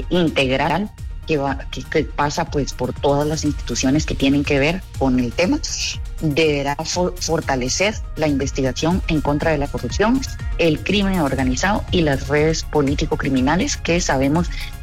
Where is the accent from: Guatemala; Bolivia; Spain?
Guatemala; todos como guatemaltecos